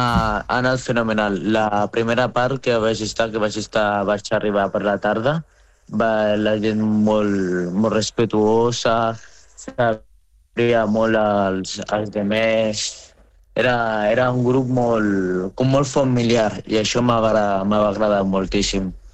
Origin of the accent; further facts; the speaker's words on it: Algeria; Catalan is a second language; now in Spain; Jo sóc d'Algèria. Vaig arribar a Porto 3 anys aquí en Espanya